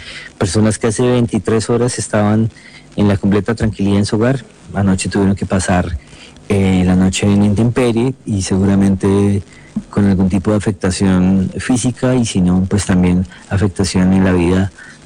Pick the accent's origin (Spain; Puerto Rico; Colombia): Colombia; los colombianos sabemos madrugar bastante